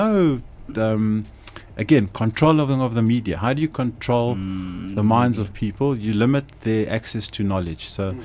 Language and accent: English; Johannesburg, Gauteng, South Africa; I grew up in Orange Grove.